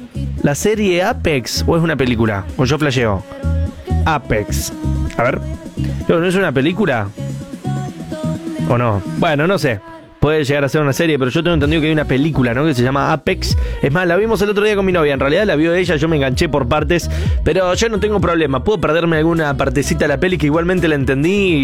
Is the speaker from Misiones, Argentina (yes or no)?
no; Colón, Buenos Aires Province, Argentina; Hola vida, soy de Colón, Buenos Aires, escuchando desde Merlo, San Luis.